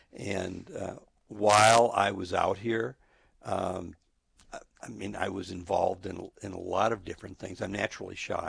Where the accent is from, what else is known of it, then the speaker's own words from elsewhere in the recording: Watertown, South Dakota, United States; moved away as an adult; now in Rapid City, United States; I was raised in Watertown, South Dakota